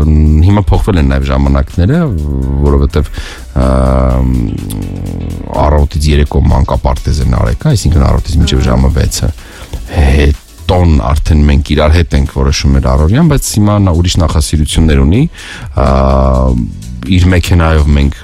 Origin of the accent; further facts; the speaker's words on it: Baku, Azerbaijan; ես 24 ժամ Բաքում եմ եղել, ես մեծացել եմ Բաքում, ես քնել եմ Բաքում, այսպես ասած, ու շատ շնորհակալ եմ իմ Բաքին